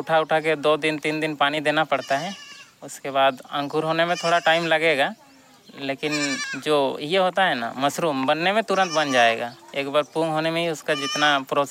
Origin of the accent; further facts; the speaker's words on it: Chini Sidma, Jharkhand, India; मेरा गांव का नाम चीनी सिद्मा, पंचायत छोटा आजाना, जिला सरेकला खरसान।